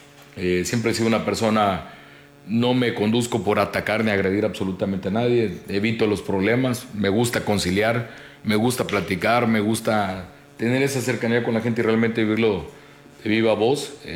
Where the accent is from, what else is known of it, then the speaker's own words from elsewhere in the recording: Ciudad del Carmen, Campeche, Mexico; yo soy de Ciudad del Carmen, ya ahorita ya me hablaron de que soy de otro lugar. No, yo soy de Ciudad del Carmen, nativo 100% de Ciudad del Carmen. Nací en casa de mi abuela con partera